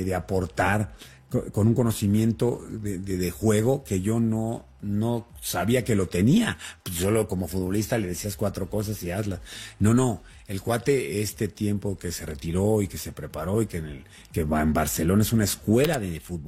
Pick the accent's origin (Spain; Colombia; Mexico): Mexico; siendo mexicanos, estando 4 fuera, pues te buscas, ¿no?